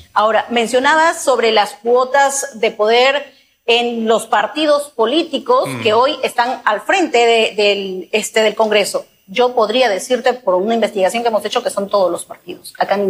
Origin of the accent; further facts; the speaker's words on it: Peru; Sinceramente, entonces, como peruano